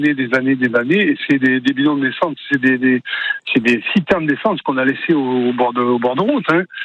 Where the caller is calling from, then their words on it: Bégadan, Nouvelle-Aquitaine, France; Oui, j'habite à Bégadan.